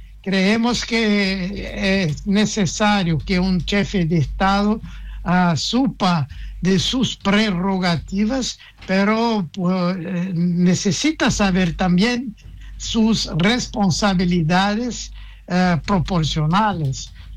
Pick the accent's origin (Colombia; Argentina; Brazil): Brazil; Spanish is a second language; siempre nosotros brasileños